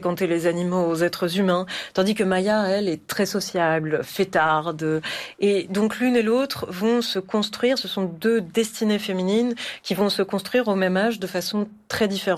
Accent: Algeria; moved away; j'ai grandi en Algérie jusqu'à 1994, donc en plein milieu de cette guerre civile.

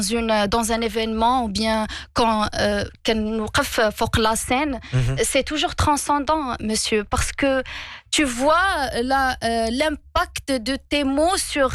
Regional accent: Fez, Fès-Meknès, Morocco; je suis marocaine. Mm-hmm. Je suis issue d'une famille modeste, très modeste. J'ai grandi dans un quartier populaire d'une dinar qdima à Fès.

